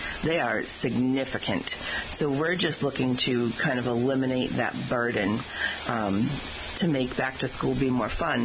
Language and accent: English; Taunton, Massachusetts, United States; I'm from Taunton